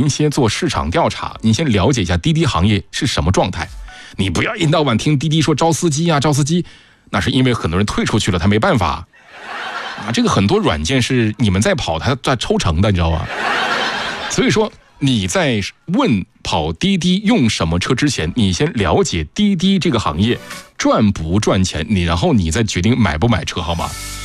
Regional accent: Yichang, Hubei, China; accent: Yichang dialect; 我们宜昌话讲，挑土的师傅那是。

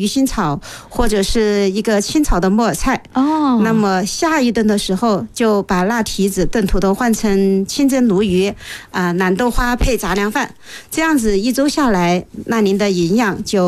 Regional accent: Yichang, Hubei, China; 和大家聊聊咱们宜昌人自家餐桌上的营养金

